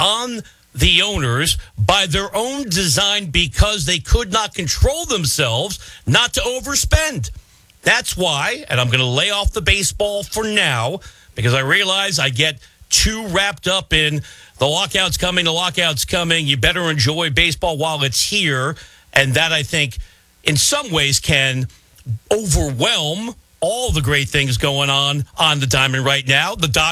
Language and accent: English; New York, United States; accent: New York; I know I over enunciate anyway just to hide my New York accent